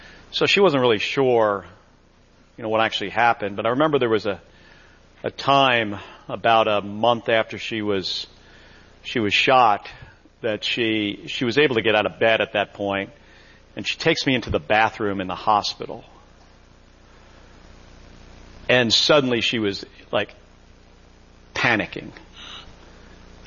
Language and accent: English; New Jersey, United States; I'm the son of two police officers. I grew up in New Jersey.